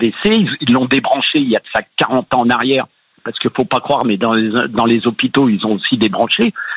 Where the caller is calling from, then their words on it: Occitanie, France; De l'Aveyron.